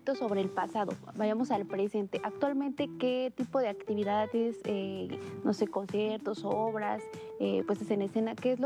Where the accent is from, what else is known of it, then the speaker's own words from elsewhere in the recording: Oaxaca, Mexico; Creo que muchas veces como oaxaqueños, minimizamos nuestro teatro, ¿no?